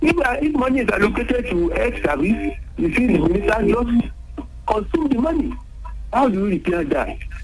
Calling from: Enugu, Enugu State, Nigeria; I'm calling from Akwata.

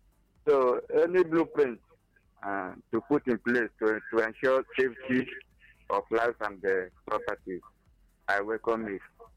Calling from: Accra, Greater Accra, Ghana; I'm reaching you from Accra.

